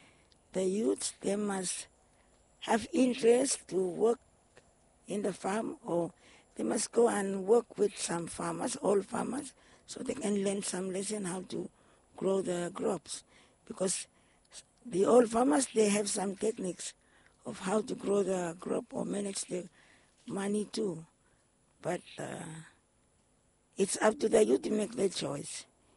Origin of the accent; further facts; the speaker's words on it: Pama, Vanuatu; I'm from Pama.